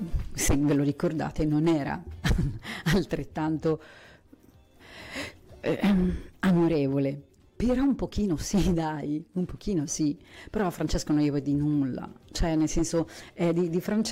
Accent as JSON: {"language": "Italian", "region": "Lombardy", "country": "Italy", "said": "io sono lombarda"}